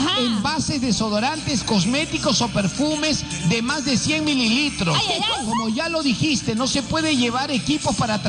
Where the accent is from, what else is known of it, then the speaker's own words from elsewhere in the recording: Peru; No, yo soy vivo, porque como soy acá de Perú